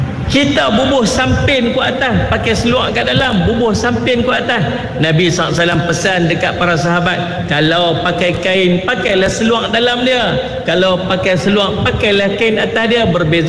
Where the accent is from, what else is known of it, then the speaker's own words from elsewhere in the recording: Kedah, Malaysia; Kita duduk Kedah ni, lebih kurang saya lah. Saya ni asal orang Relih. Mak saya orang Bendang, ayah saya orang Bendang.